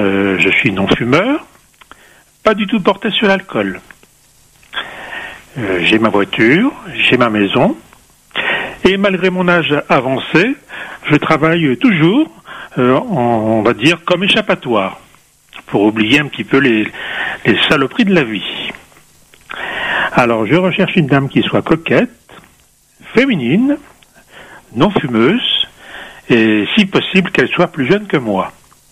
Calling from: La Possession, Réunion; J'ai 70 ans, j'habite à La Possession, je suis un homme blanc, un peu bronzé.

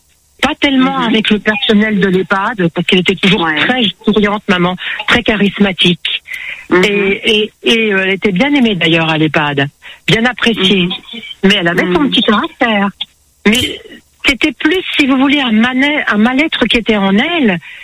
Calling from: Paris, Île-de-France, France; moi j'habite sur Paris à Montmartre

